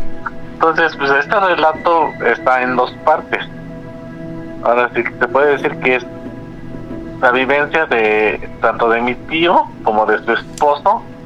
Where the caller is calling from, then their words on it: Tecámac, State of Mexico, Mexico; De acá del municipio de Tecámac, Estado de México